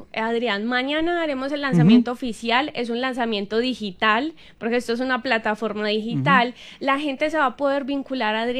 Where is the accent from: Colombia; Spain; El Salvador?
Colombia; now in Atlanta, United States; en el mundo somos conocidos como los parceros, ¿no? Y entonces yo empecé a hacer una ruta. Yo empecé a visitar negocios de colombianos en Georgia, porque yo vivo en Atlanta.